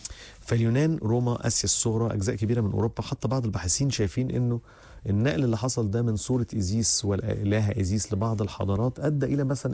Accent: Egypt; والله انا مش من النوع اللي بقعد اتباهى بان انا مصري

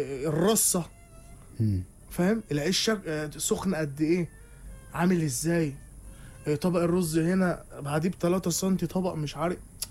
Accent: Egypt; انا مصري.

